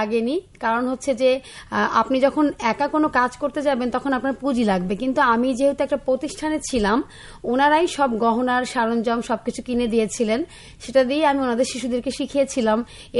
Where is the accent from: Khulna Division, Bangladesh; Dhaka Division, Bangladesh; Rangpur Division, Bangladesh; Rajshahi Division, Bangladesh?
Rajshahi Division, Bangladesh; যেহেতু আমি রাজশাহীতে বড় হয়েছি, বলতে গেলে গ্রামই, রাজশাহীতে বড় হয়েছি।